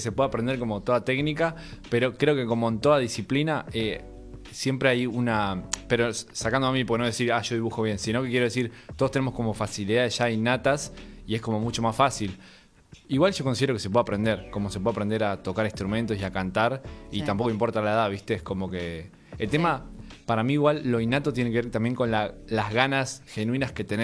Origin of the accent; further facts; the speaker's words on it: Mar del Plata, Buenos Aires Province, Argentina; moved away as an adult; now in Buenos Aires, Argentina; Yo soy de Mar del Plata, me mudé acá. Soy un nuevo porteño de hace 2 años.